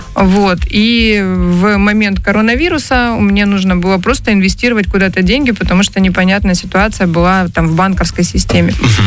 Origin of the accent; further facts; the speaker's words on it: Krasnodar Krai, Russia; я как потомственная казачка хочу открыть глубинку Кубани.